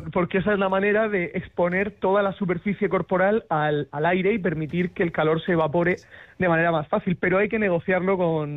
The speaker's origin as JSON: {"language": "Spanish", "town": "Murcia", "region": "Region of Murcia", "country": "Spain", "also_born_or_lived": "San Sebastián", "said": "yo soy de Murcia, aquí la cosa es tremenda"}